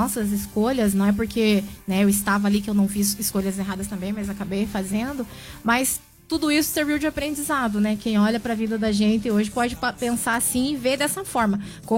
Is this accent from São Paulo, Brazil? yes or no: no; Telêmaco Borba, Paraná, Brazil; Eu sou natural daqui, de Telêmaco.